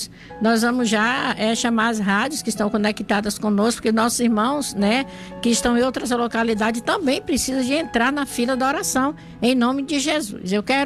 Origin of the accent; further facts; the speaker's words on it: Salvador, Bahia, Brazil; born there; moved away; os ouvintes lá da minha terra natal, Salvador, Bahia